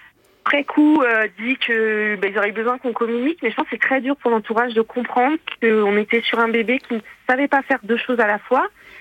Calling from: Île-de-France, France; à côté de Paris.

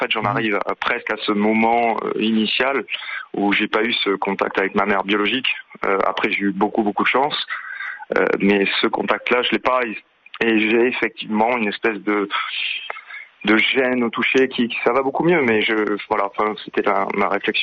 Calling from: Bayonne, Nouvelle-Aquitaine, France; Je suis de Bayonne.

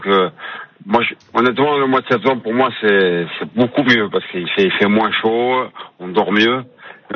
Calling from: Cagnes-sur-Mer, Provence-Alpes-Côte d'Azur, France; Là, je suis à Cagnes-sur-Mer, je suis chez moi

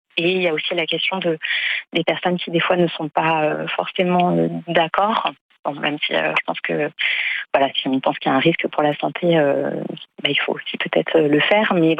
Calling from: Ivry-sur-Seine, Île-de-France, France; je vous appelle d'Ivry-sur-Seine, en région parisienne.

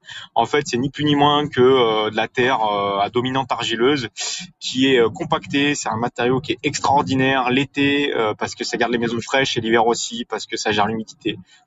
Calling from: Auvergne-Rhône-Alpes, France; je vous appelle de l'Isère dans le 38, plus précisément du Dauphiné

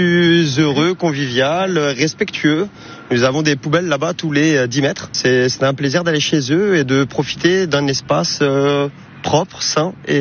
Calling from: Strasbourg, Grand Est, France; en tant que Strasbourgeois

